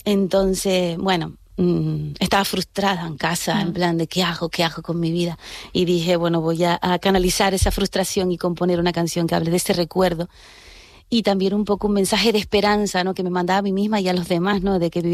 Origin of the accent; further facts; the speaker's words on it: Canary Islands, Spain; con los años me he vuelto más canaria, lo reconozco.